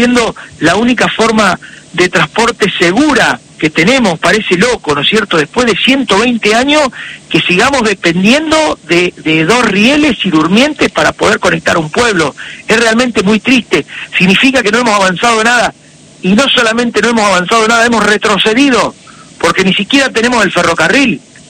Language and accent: Spanish; Timote, Buenos Aires Province, Argentina; vuelvo a Timote, sí, y no podía llegar. Llegué a Tejedor por ruta, por General Villegas, por Intendente Alvear, General Villegas, llegué a Tejedor y no podía llegar a Timote, donde yo me iba a radicar en mi pueblo